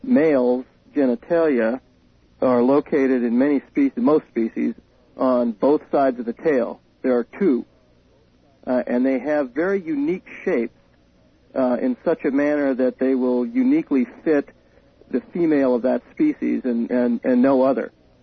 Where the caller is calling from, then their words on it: Baton Rouge, Louisiana, United States; Baton Rouge, Louisiana.